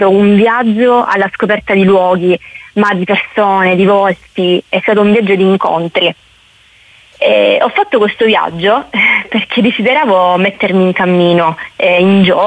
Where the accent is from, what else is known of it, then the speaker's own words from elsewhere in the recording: Catania, Sicily, Italy; born there; ho 25 anni e sono nata a Catania.